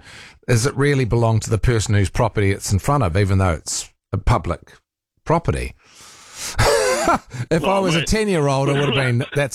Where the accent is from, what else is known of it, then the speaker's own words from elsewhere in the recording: Rotorua, Bay of Plenty, New Zealand; So like I grew up in Rotorua. My parents built a house there.